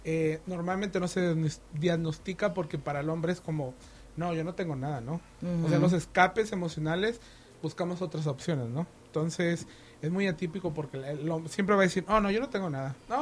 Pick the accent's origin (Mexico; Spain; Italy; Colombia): Mexico; Cuando, y yo soy de México, entonces cuando hay veces que los papás te dicen, aguántese, mijo, aguántese y hasta que no.